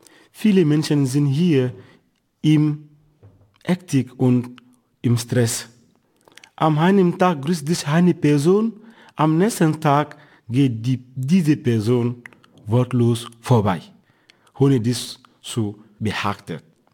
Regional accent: Fegesedu, North, Côte d’Ivoire; Ich stamme aus Fegesedu im Norden der Elfenbeinküste und ich bin mit 5 Geschwistern aufgewachsen.

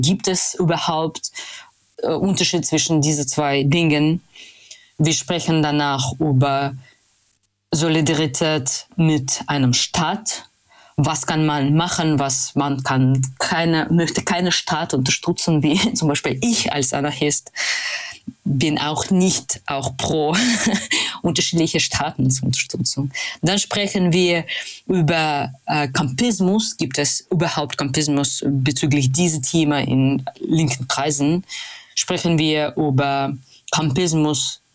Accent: Russia; German is a second language; now in Hamburg, Germany; Ich komme aus Russland, tatsächlich eine Stadt, das hat eine Vollinvasion, Aggression gegen Ukraine gemacht. Ich lebe jetzt in Hamburg

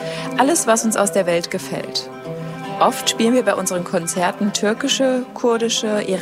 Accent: Syria; German is a second language; now in Germany; Wir kommen ja aus Syrien und Syrien ist ein Land mit vielen Kulturen, Religionen und Volksgruppen.

